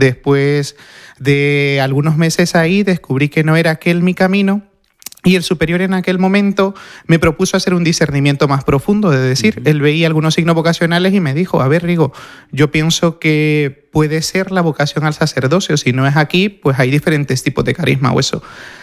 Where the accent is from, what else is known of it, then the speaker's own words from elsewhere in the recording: El Salvador; moved away as an adult; also born or lived in Valencia, Spain; now in Toledo, Spain; No soy de por aquí, soy de un poco lejos, soy salvadoreño.